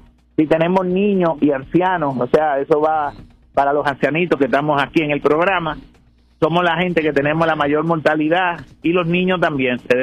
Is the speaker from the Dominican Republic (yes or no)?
yes; Dominican Republic; moved away; Nosotros que venimos de República Dominicana